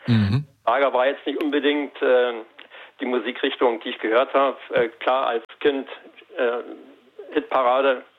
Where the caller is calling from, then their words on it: Cottbus, Brandenburg, Germany; Ich rufe aus Cottbus an.